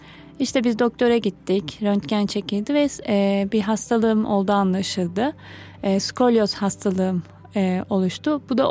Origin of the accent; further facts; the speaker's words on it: Kahramanmaraş, Turkey; 29 yaşındayım. Evliyim, Kahramanmaraşlıyım.